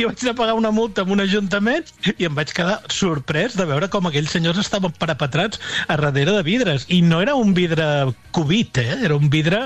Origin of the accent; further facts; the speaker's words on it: L'Ametlla del Vallès, Catalonia, Spain; la que baixa cap a Vigues i cap al meu poble, a l'Ametlla